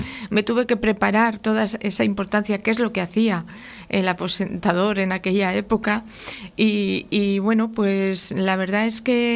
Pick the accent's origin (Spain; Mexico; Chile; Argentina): Spain; Laredo, Cantabria